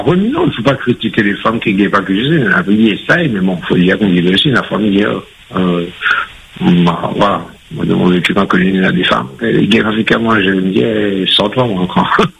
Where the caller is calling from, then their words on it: Saint-Joseph, Réunion; J'habite sur Saint-Joseph. Après, j'ai 47 ans.